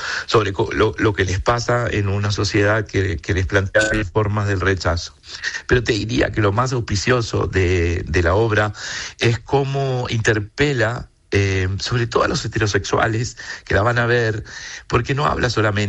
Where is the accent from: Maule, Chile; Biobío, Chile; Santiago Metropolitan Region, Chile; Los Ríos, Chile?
Los Ríos, Chile; La Unión; born there; en Valdivia, que es a 80 kilómetros de donde yo nací, en La Unión